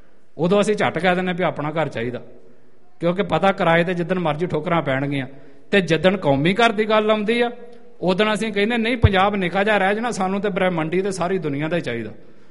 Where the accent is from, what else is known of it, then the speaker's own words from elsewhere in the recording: Punjab, India; moved away; ਅਸੀਂ ਸਾਰੇ ਪੰਜਾਬ ਤੋਂ ਹਾਂ